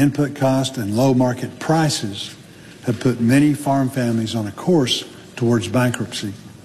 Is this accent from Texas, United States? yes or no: no; Arkansas, United States; I hear the despair from farmers in my home state of Arkansas.